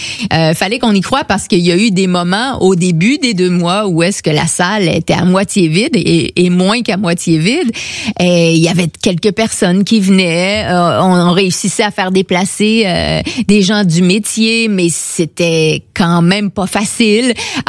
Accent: Quebec, Canada; Tu vois, comme tout est dans tout, comme on dit chez nous au Québec.

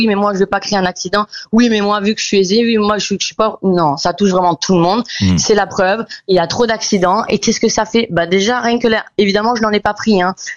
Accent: Cannes, Provence-Alpes-Côte d'Azur, France; je suis très contente d'ailleurs que ça soit à Cannes puisque c'est ma ville natale

